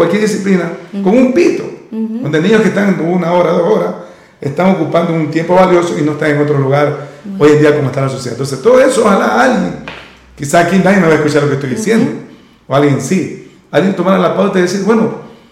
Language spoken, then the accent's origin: Spanish; Esmeraldas, Ecuador; born there; moved away; Yo vengo de Esmeralda, imagínense. Claro. Y mal que diga de mi tierra Esmeralda, porque yo nací allá